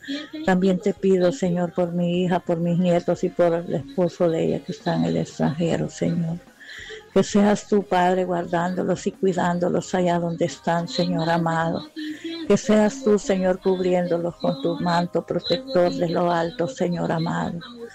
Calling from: Honduras

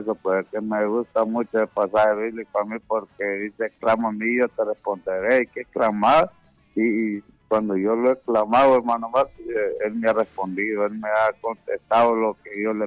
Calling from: Arada, Santa Bárbara, Honduras; De aquí de Arada, Santa Bárbara.

